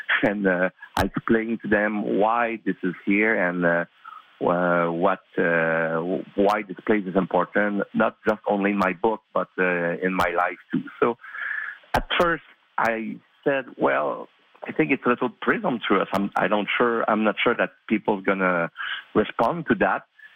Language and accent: English; Drummondville, Quebec, Canada; English is a second language; Well, Drummondville is my hometown. I was born in Drummondville. I grew up in Drummondville, and it's a quiet town. It's a very quiet town.